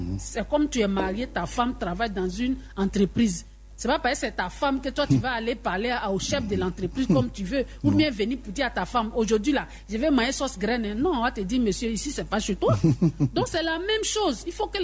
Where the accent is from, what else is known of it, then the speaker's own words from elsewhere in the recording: Abidjan, Côte d’Ivoire; Mais chez nous, à Abidjan ici